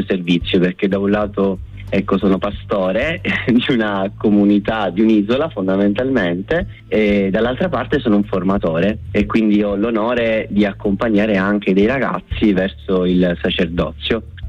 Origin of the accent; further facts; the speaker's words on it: Messina, Sicily, Italy; Io vengo da Messina, da un quartiere di nome Camaro San Paolo